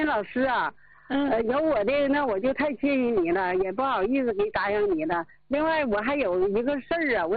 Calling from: Siping, Jilin, China; ，今年75岁了。

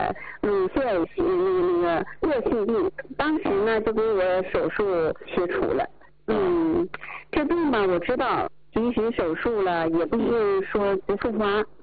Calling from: Shenyang, Liaoning, China; 今年64岁了。

